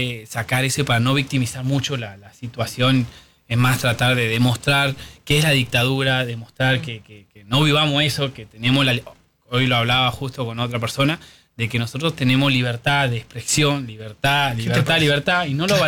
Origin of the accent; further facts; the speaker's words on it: Argentina; Estoy en mi país.